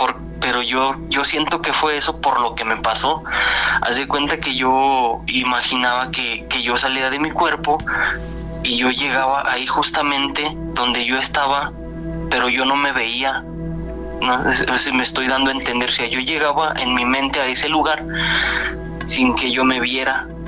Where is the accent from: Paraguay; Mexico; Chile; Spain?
Mexico; San Francisco del Rincón, Guanajuato; Soy de San Francisco del Rincón, Guanajuato.